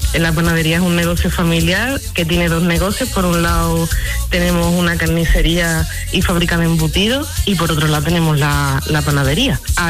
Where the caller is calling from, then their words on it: Puebla de Guzmán, Andalusia, Spain; Yo soy de Puebla de Guzmán